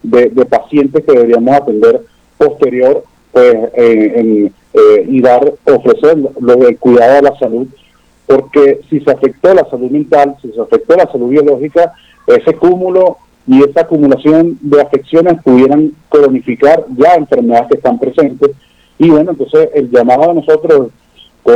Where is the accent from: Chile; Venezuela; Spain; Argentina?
Venezuela